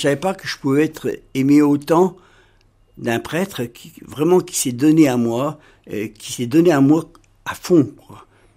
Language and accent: French; Cholet, Pays de la Loire, France; also born or lived in La Roche-sur-Yon; je suis né à Cholet en 1961, j'ai donc 65 ans à peine. Je les aurai à la fin de l'année. Et j'ai habité la Bruchière avec mes parents bien entendu, mes frères et sœurs. Une enfance, dirais-je, à peu près normale jusqu'à l'âge de 14 ans